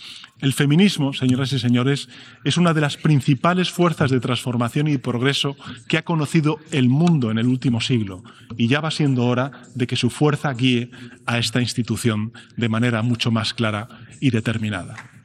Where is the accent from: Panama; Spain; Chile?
Spain; En mi país, señoras y señores, España